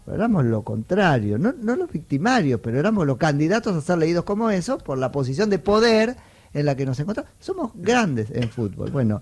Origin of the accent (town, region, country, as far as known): Argentina